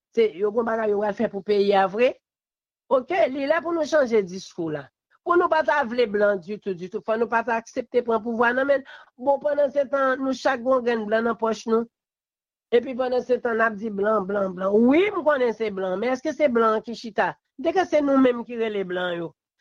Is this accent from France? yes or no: no; Haiti; Et je ne crois pas que c'est seul président Aristide, en tant que haïtien seulement, que nous gagnons.